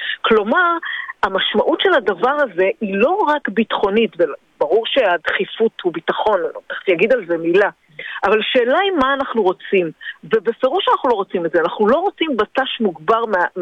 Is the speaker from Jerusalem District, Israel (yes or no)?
no; the Krayot, Haifa District, Israel; moved away as an adult; now in Gedera, Israel; אני מחיפה, מהקריות, גדלתי בקריות, גרתי בחיפה, למדתי באוניברסיטת חיפה את התואר הראשון שלי.